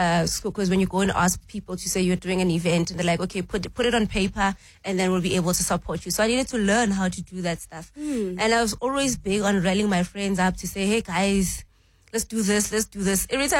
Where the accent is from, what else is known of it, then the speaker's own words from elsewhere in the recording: Alexandra, Gauteng, South Africa; I think in our time, it was actually great growing up in Alex because sense of community.